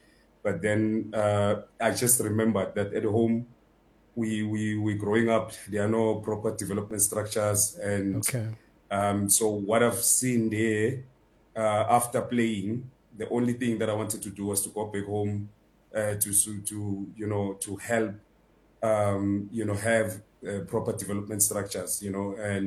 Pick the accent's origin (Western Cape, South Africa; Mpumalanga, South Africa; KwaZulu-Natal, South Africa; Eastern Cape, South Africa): Mpumalanga, South Africa; Mbombela; also born or lived in Komazi; I was born in Komazi and grew up in Mbombela. Obviously, again, like I'm saying, growing up in this area